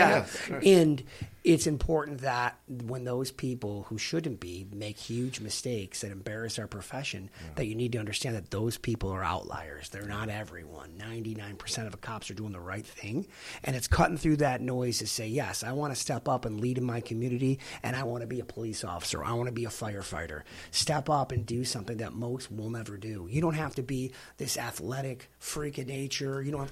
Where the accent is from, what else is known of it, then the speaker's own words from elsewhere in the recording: Buffalo, New York, United States; Again, I'm from Buffalo originally.